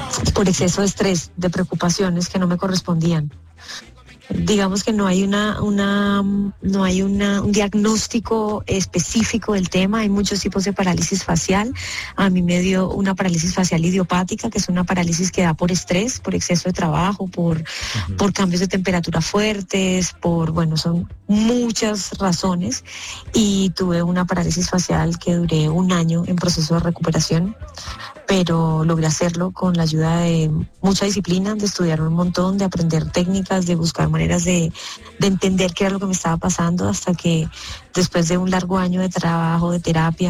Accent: Caribbean Region, Colombia; Guineo verde, venteado. Yo soy costeña, entonces como guineo verde venteado.

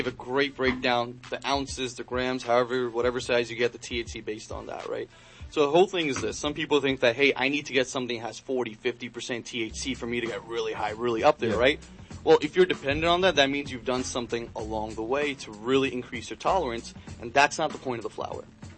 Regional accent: Queens, New York, United States; now in Bellport, United States

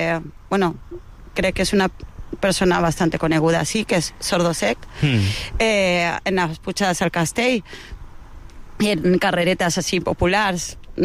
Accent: Argentina; first language Spanish; Catalan is a second language; now in Valencian Community, Spain; el fet de que soc argentina

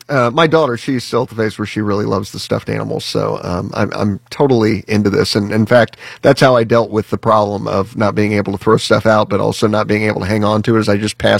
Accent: Indiana, United States; growing up in Indiana

